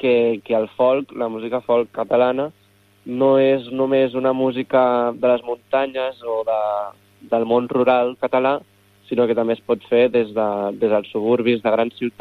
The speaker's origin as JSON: {"language": "Catalan", "town": "Sant Adrià de Besòs", "region": "Catalonia", "country": "Spain", "said": "la resta som d'extraradis de Barcelona, som de Prat de Llobregat, Hospitalet de Llobregat i jo de Sant Adrià de Besòs, que són tot ciutats de l'àrea metropolitana, però que no són de Barcelona."}